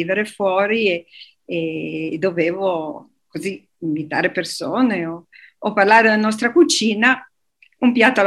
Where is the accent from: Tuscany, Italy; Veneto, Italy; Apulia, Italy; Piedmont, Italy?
Piedmont, Italy; Turin; io sono di Torino e quindi diciamo vicina ad altro tipo di ricette, di tipi di primi piatti